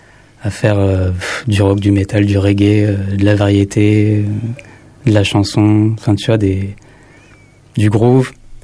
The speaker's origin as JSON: {"language": "French", "town": "Nîmes", "region": "Occitanie", "country": "France", "said": "Alors moi, je viens d'une petite ville, je viens de Nîmes."}